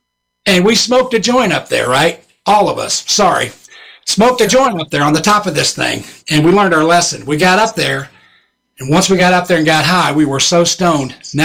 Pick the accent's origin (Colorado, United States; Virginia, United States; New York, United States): Virginia, United States; Portsmouth; born there; We got a lot of people down South, Virginia. I was born in Portsmouth, and got to meet a lot of people down there.